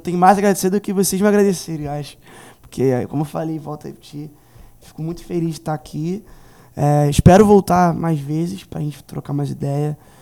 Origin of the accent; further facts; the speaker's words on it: Brazil; Eu sou brasileiro até o final.